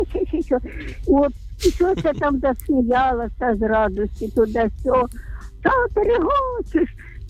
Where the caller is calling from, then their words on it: Kyiv, Ukraine; Це я з Києва телефоную.